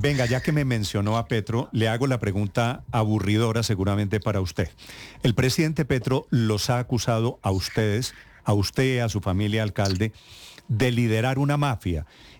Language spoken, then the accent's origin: Spanish; Bogotá, D.C., Colombia; nosotros como cachacos